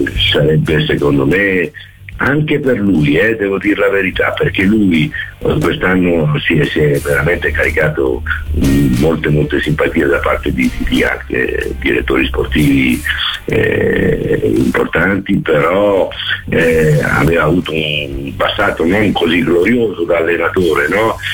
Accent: Rome, Lazio, Italy; born there; io sono nato a Roma

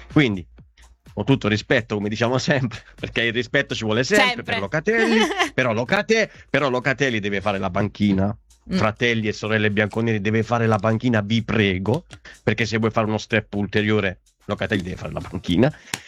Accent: Southern Italy, Italy; Non ti do gli auguri, perché da buon terrone ti dico porta male

